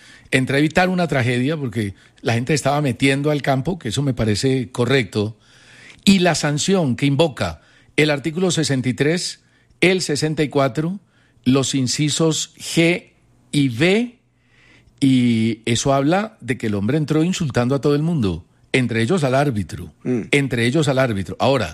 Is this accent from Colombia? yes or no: yes; Colombia; ¿Pero por qué? Steven, porque somos colombianos.